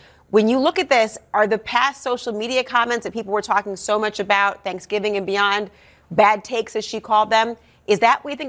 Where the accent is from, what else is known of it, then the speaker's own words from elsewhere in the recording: Minnesota, United States; my home state of Minnesota